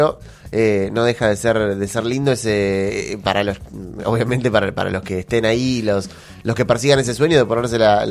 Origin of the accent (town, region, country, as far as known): Argentina